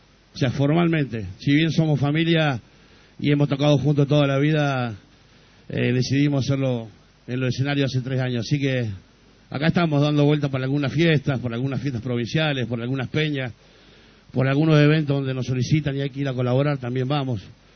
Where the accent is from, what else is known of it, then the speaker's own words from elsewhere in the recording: General Roca, Río Negro, Argentina; nosotros somos … venimos de la ciudad de General Roca.